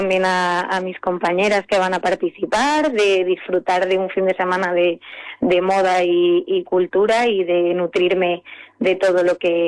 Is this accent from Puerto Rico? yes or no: no; Madrid, Community of Madrid, Spain; moved away as an adult; also born or lived in Italy; now in Seville, Spain; 18 años, cuando se te abren las puertas del mundo, me fui a Italia a estudiar diseño de moda. A la que volví a Madrid, porque yo soy madrileña